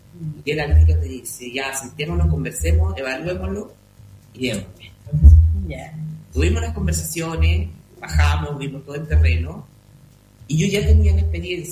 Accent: San Clemente, Maule, Chile; Sí, toda mi vida radicado acá en San Clemente y toda mi vida he vivido en el sector de San Manuel.

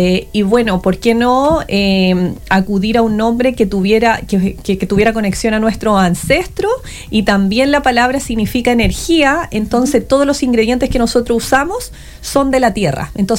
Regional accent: Pichilemu, O'Higgins, Chile; moved away as an adult; muchos de los que somos locales de Pichilemu recuerdan la farmacia de la señora Roxana

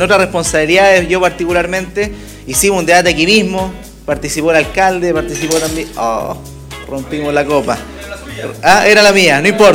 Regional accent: Machalí, O'Higgins, Chile; yo soy de Machalí, del otro lado de la región

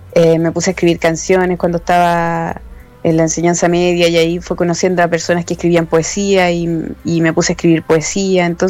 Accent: Temuco, Araucanía, Chile; now in Santiago, Chile; Ahora estoy en Temuco. Sí, yo soy de Temuco, vivo en Santiago, pero soy de Temuco.

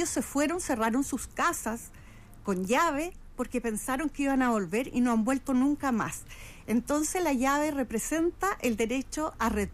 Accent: Chile; yo soy chilena.

